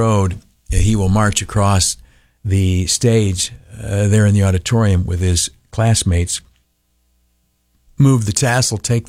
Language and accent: English; New York, United States; moved away; tomorrow morning, he and I are going to go down to my hometown, Canastillo, and run the 5K down there.